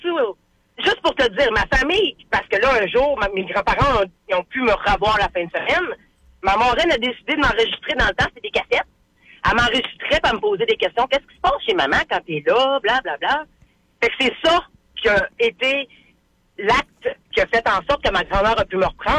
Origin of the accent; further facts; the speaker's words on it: Quebec, Canada; Puis, parce que je viens de la Côte-Nord.